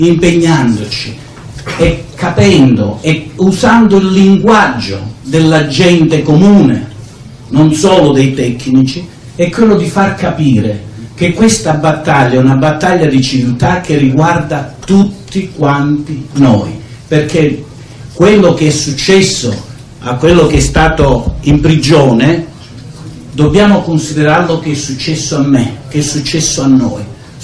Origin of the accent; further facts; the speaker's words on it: Padua, Veneto, Italy; Io nonostante il mio accento, vengo da Padova, sono un medico